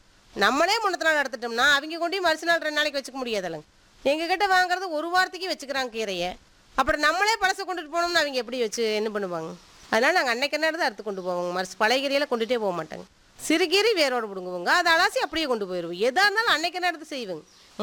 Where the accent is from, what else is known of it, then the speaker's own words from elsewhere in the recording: Malaipalayam, Tamil Nadu, India; நாங்கள் பிறந்தது இதே மலைப்பழையுமே தானுங்க. படித்தது பார்த்துட்டிங்கன்னா செஞ்சேரி மலை ஸ்கூலில். நாங்கள் கல்யாணம் பண்ணது இதே ஊரில் தான், மலைப்பழத்துலேயே தான். நாங்கள் இதே ஊரில் தான் இருக்கேங்க. கல்யாணமாகி கிட்டத்தட்ட 21 வருஷம் ஆச்சுங்க.